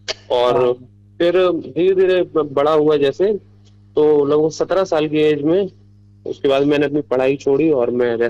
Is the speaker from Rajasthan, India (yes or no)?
no; Bareilly, Uttar Pradesh, India; और मैं बरेली का रहने वाला हूँ।